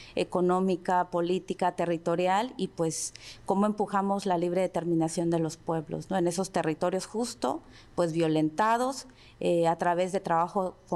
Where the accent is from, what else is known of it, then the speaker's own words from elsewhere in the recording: Guerrero, Mexico; first language Mixtec (Tu'un Savi); Spanish is a second language; nosotros somos uno de esos 68 pueblos, ¿no? El pueblo Ñu Savi.